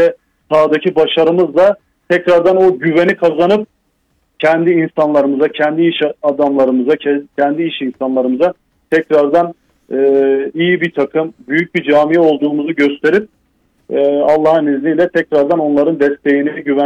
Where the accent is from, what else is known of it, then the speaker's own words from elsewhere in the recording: Van, Turkey; burası benim memleketim olduğu için abi ben susamam.